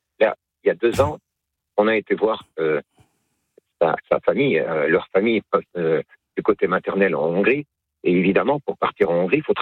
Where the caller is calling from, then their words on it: La Seyne-sur-Mer, Provence-Alpes-Côte d'Azur, France; À côté de Toulon, à la Seyne-sur-Mer. À 3 km de Toulon.